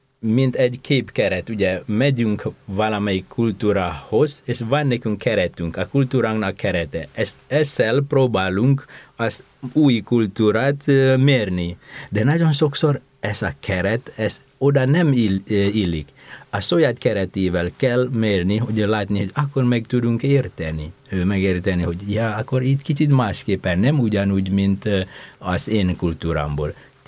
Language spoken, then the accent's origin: Hungarian; Indonesia; Hungarian is a second language; Mondjunk például az én kultúrámban, amikor ugye Indonéziából származom, oda érkeztek a misionárisok